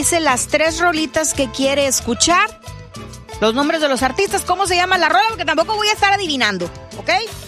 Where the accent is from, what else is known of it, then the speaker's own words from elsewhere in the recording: Monterrey, Nuevo León, Mexico; No estoy enojada, así hablo yo. Soy de Monterrey